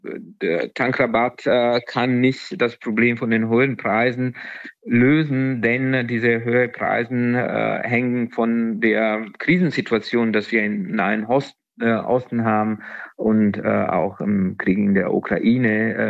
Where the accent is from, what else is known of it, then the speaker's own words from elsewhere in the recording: Italy; German is a second language; moved away; Ja, ich bin Italiener